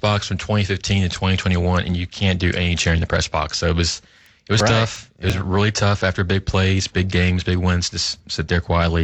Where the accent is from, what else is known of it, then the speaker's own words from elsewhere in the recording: Louisville, Kentucky, United States; that game means the most to me because I'm born and raised in Louisville.